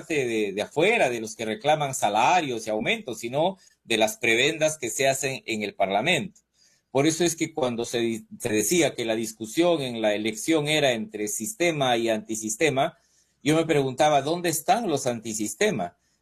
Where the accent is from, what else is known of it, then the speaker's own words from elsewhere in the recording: Huánuco, Peru; entre Sendero Luminoso, la actividad terrorista y el narcotráfico en el Alto Bayaga y Huánuco, que es de donde yo vengo.